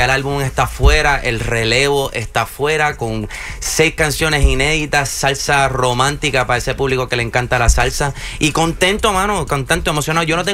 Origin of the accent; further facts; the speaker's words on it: Puerto Rico; also born or lived in Philadelphia; Yo soy nacido en Filadelfia, pero yo soy boricua, papi, para que tú lo sepas. Yo hasta, aunque hubiese nacido en la luna, soy boricua 100%.